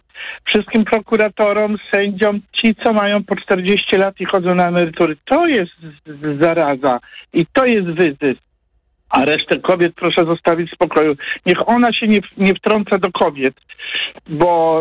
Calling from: Toruń, Kuyavian-Pomeranian Voivodeship, Poland; Ja dzwonię z Torunia i mam 70 lat.

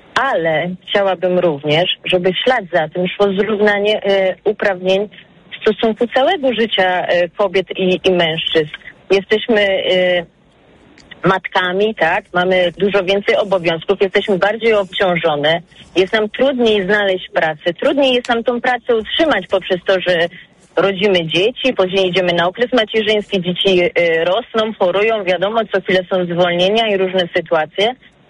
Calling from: Ciechocinek, Kuyavian-Pomeranian Voivodeship, Poland; z Ciechocinka, mam 41 lat.

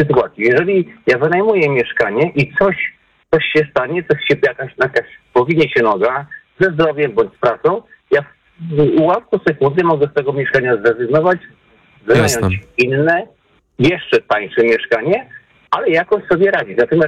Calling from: Gorzów Wielkopolski, Lubusz Voivodeship, Poland; Ja mieszkam w Gorzowie Wielkopolskim

